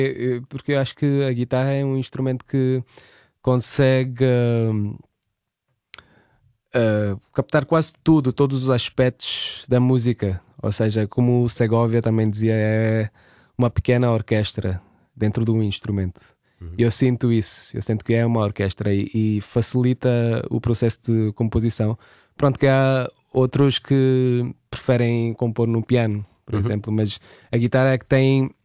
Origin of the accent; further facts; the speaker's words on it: Goa, India; eu queria que as pessoas percebessem a minha identidade enquanto goês, porque já é uma identidade super complexa de perceber